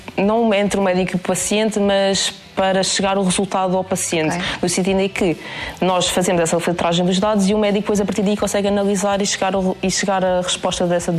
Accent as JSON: {"language": "Portuguese", "region": "Algarve", "country": "Portugal", "said": "ainda te sou do Algarve, professora."}